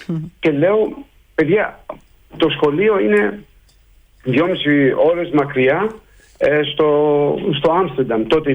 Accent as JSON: {"language": "Greek", "country": "Greece", "moved": "as an adult", "lives_now": "Netherlands", "said": "Εδώ πέρα δεν υπάρχουν Έλληνες. Υπάρχω μόνο εγώ."}